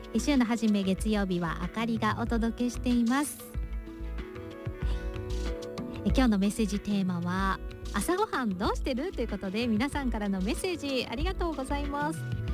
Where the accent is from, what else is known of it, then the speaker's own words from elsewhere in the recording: Kyushu, Japan; moved away; 私は九州出身なんですけど、